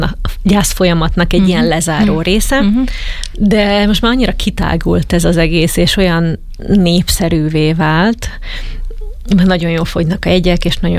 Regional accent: Hungary; Én arról a környékről származom, és ott nőttem föl

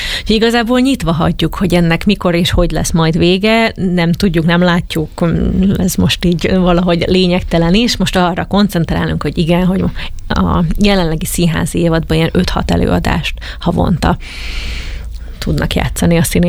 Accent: Hungary; Én arról a környékről származom, és ott nőttem föl

